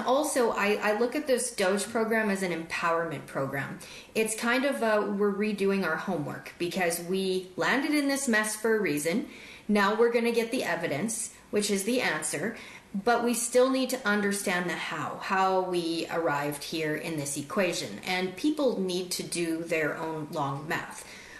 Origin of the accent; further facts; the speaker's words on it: Canada; now in United States; I'm from Canada.